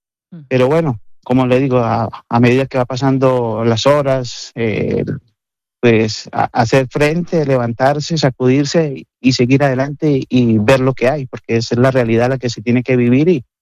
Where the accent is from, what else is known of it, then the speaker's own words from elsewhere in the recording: Norte de Santander, Colombia; moved away as an adult; now in Santiago de Compostela, Spain; yo soy del norte de Santander. Pero sí, mi familia, por parte de mi esposa, son oriundos de Valle del Cauca. Uh-huh. Y llevo residenciado en Santiago de Compostela sobre 25 años.